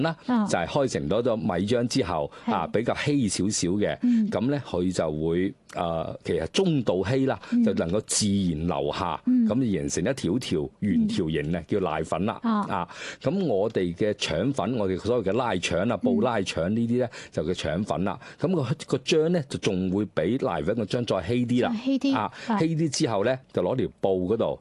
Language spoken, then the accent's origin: Cantonese; Guangzhou, Guangdong, China; 就系日常我哋广州人咧食早餐啊，咁佢会煮成好似糊状咁样。